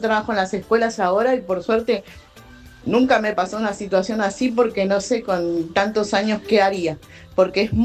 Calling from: Moreno, Buenos Aires Province, Argentina; de Moreno

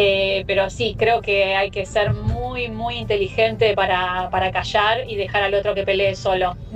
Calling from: Ciudad Evita, Buenos Aires Province, Argentina; de Ciudad Evita.

